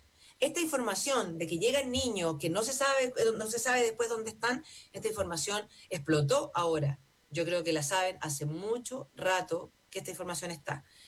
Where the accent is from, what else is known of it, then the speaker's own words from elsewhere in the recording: Chile; yo creo que este es de los casos más escandalosos que habla también de lo racista que somos los chilenos